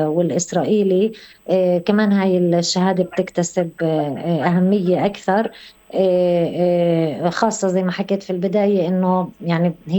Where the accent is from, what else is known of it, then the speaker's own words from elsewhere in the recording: Palestine; كفلسطينيين